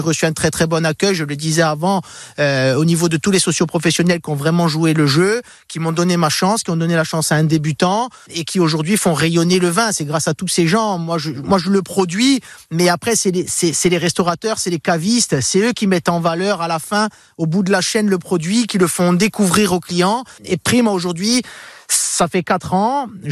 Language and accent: French; Corsica, France; de pouvoir travailler ma terre chez moi, dans le Sartenay